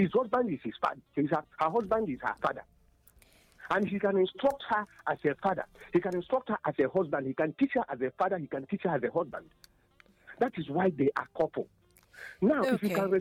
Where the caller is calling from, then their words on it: Igbo, Igboland, Nigeria; we are living in this part of the world called Africa. And we are living in this Africa called Nigeria